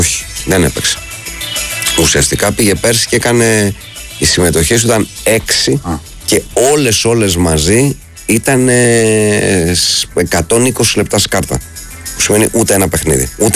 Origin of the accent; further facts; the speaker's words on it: Greece; Εμείς ως Έλληνες